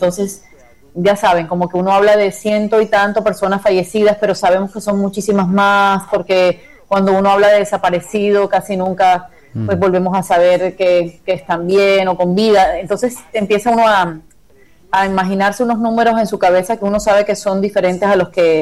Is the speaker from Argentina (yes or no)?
no; Colombia; now in Barranquilla, Colombia